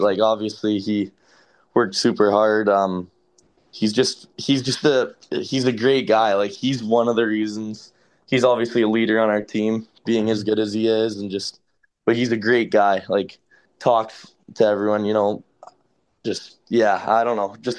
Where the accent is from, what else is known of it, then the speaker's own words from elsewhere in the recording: Beausejour, Manitoba, Canada; I'm from a small town called Bossier, Manitoba. It's about an hour east of Winnipeg. I believe 3,000 people live there, so small by Manitoba standards, I guess.